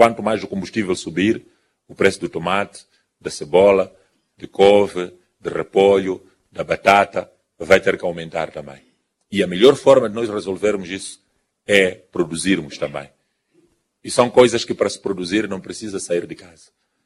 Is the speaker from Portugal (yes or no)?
no; Mozambique; E nós aqui mesmo, como moçambicanos, já produzíamos.